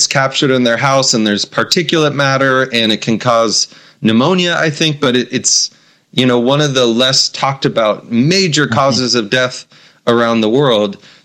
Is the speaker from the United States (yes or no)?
yes; Spokane, Washington, United States; born there; now in Bellingham, United States; I was born in Spokane, where a lot of the fires are.